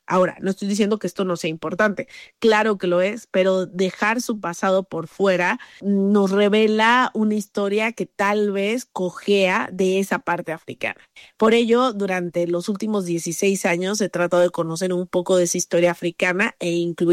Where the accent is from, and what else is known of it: Colombia; now in Mexico